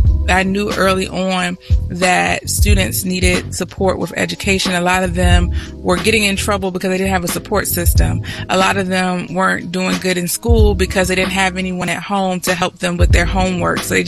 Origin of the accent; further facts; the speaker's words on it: Portsmouth, Virginia, United States; I grew up in Portsmouth, so I wanted to give back to Portsmouth.